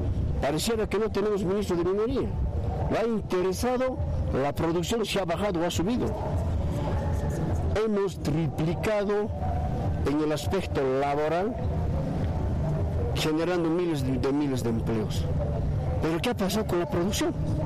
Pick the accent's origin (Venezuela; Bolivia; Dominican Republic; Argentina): Bolivia; Como bolivianos creemos que tenemos que ser consecuentes